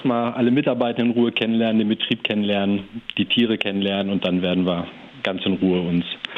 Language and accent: German; Hanover, Lower Saxony, Germany; now in Bremerhaven, Germany; aber hier ist es wirklich mehr wie ein Nachhausekommen. Man ist dem Norddeutschen als Hannoveraner dann doch näher als dem Franken.